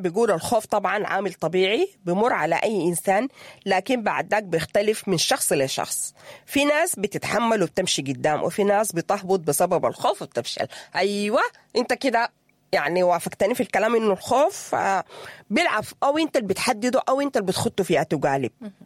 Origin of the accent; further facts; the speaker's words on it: Sudan; moved away; إحنا كسودانيين